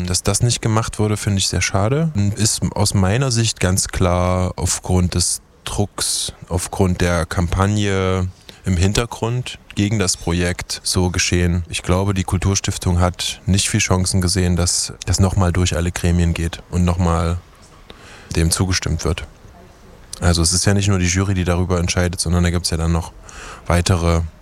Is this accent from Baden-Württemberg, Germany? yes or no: no; Chemnitz, Saxony, Germany; was ich denn dazu zu sagen habe als Chemnitzer